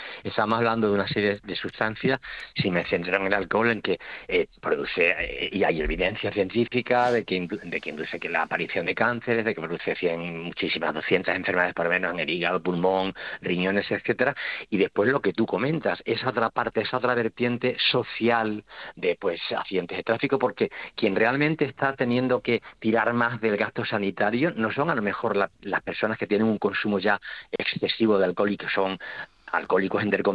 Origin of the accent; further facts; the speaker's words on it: Almendralejo, Extremadura, Spain; now in Plasencia, Spain; Yo que soy vivo en Plasencia, pero soy de Almendralejo